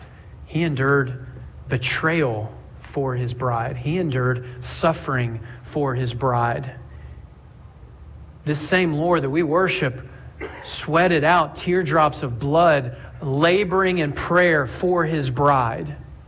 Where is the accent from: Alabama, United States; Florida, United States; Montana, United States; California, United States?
Alabama, United States; Montgomery; I am from Montgomery, Alabama, and had a front row seat to real life heroes.